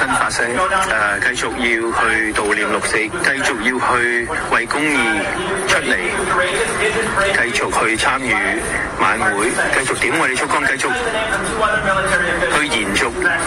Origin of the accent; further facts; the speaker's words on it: Canada; 好像我们加拿大人的